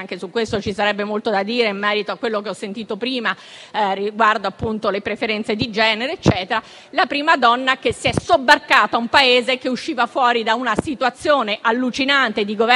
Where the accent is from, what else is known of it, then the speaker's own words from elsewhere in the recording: Trentino-Alto Adige, Italy; tutte le leggi elettorali si sono impiccate sul Trentino Alto Adige, la mia terra. La mia terra è una terra che nessuno conosce realmente, tranne noi che ci siamo cresciuti e che siamo vissuti e che viviamo in quella terra.